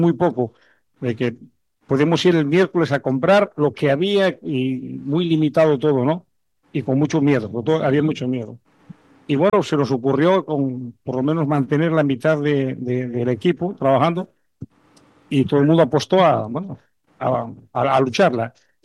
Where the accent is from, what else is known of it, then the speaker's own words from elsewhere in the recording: Asturias, Spain; now in Panama; Asturias, a mi tierra